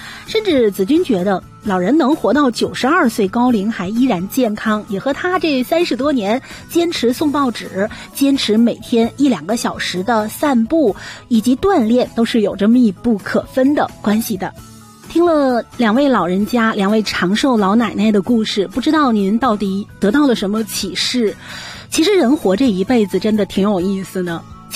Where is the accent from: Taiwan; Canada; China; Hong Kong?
Canada; 虽说咱们加拿大没有能够上榜，但是榜单中的多个国家正成为咱们加拿大人换个地方过日子的热门选择。